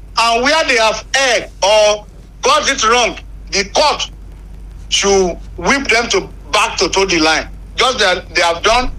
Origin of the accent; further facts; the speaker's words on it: Nigeria; I am talking as a Nigerian who want the best for this country.